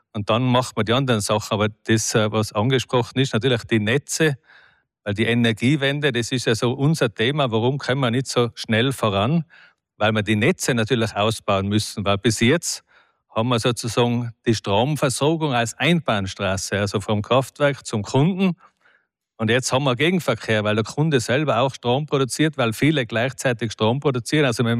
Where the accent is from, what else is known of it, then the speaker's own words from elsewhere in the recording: Tyrol, Austria; Ich komme aus dem Zillertal.